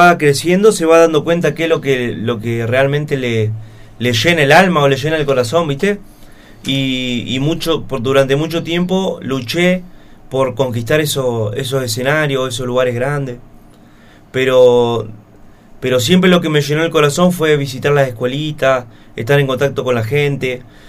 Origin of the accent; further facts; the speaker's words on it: El Maitén, Chubut, Argentina; mi pueblo, el Maitén, es uno de los puntos más bonitos de la provincia del Chubut